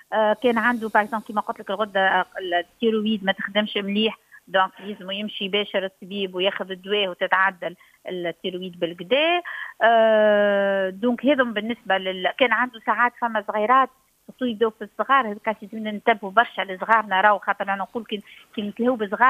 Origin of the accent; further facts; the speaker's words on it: Tunisia; وإحنا عندنا في تونس دونك أطباء مكونين في اضطرابات النوم